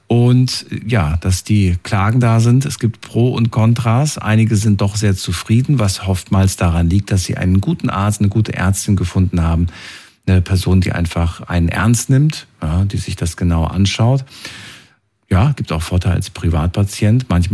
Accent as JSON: {"language": "German", "country": "Germany", "said": "Aus Deutschland, ja. Mein Papa ist Slowake. Okay. Aber ich bin in Deutschland geboren."}